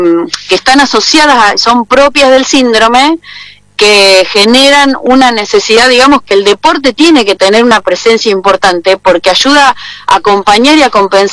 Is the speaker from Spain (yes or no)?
no; Mar del Plata, Buenos Aires Province, Argentina; De Mar del Plata.